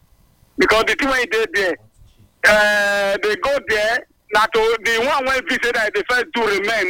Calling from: Uromi, Edo, Nigeria; Good afternoon. I'm calling from Urumi Edo State.

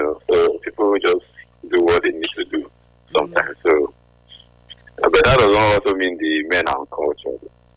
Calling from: Omofo, Lagos, Nigeria; I'm calling from Omofo.

